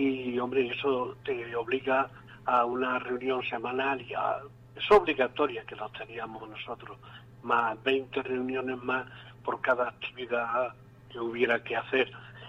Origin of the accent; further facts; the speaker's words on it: Begíjar, Andalusia, Spain; Pertenezco a un grupo de teatro de aquí, de Vejijas, de mi pueblo